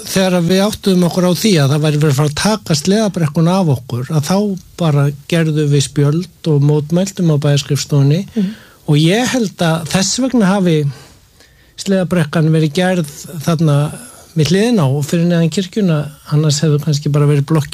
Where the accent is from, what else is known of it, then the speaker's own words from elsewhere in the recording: Seltjarnarnes, Capital Region, Iceland; Já, ég sko, já, ég alinn upp bara á Seltjarnarnesinu og svona og hefðbundin átt og var nú bara í sveit líka alltaf í borgarfirðinum